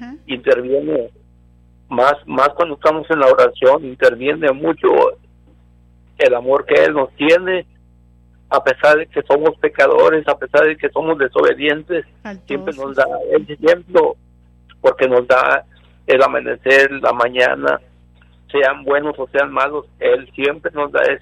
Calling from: Harlingen, Texas, United States; De Harlingen.

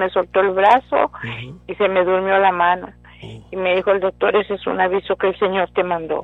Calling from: Brownsville, Texas, United States; Yo soy de Brownsville.

